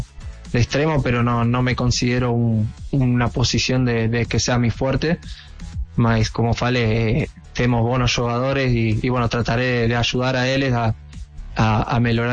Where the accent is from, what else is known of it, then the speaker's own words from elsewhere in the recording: Argentina; now in Brazil; soy argentino